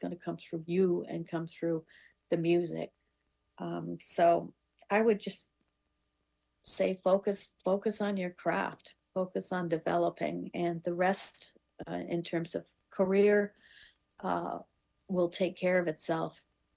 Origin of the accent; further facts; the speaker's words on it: Canada; moved away as an adult; now in United States; growing up in Canada and having been exposed to great teachers there